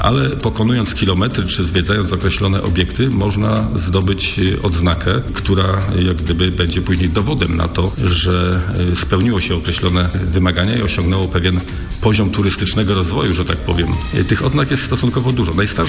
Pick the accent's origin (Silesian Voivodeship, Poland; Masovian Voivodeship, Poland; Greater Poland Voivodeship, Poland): Greater Poland Voivodeship, Poland; ja akurat jestem wielkopolaninem, także bardzo często w swoim rejonie wychodzę na wycieczki. Mieszkam niedaleko od Puszczy Noteckiej. To taki duży kompleks leśny pomiędzy Wartą a Notecią. Mieszkam też na niedaleko po jeziorze Międzychodzko-Sierakowskiego.